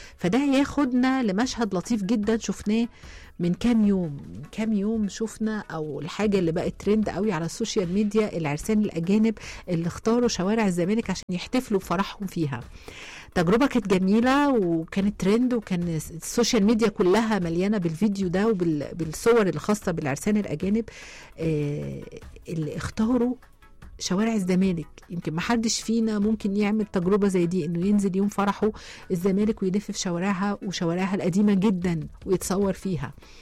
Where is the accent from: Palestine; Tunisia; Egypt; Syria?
Egypt; متحمسة ومنحازة جدا جدا جدا لسياحة بلدنا.